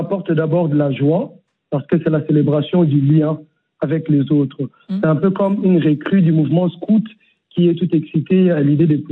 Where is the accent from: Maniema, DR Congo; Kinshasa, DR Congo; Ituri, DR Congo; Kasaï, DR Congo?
Kinshasa, DR Congo; born there